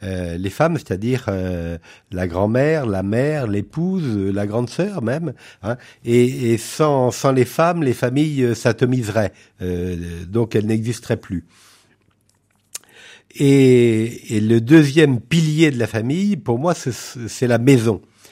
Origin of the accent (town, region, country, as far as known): Brittany, France; born there; now in Vendée, France